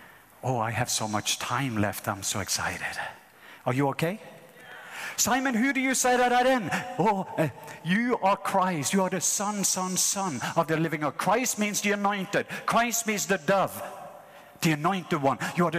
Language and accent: English; Norway; So when I grew up in Norway, when I was 12 years old, there was a painful, painful abuse and pain that took place in my life.